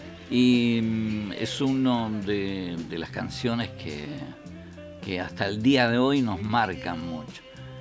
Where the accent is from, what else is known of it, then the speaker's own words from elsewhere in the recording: Chile; en mi ciudad y en mi país, Chile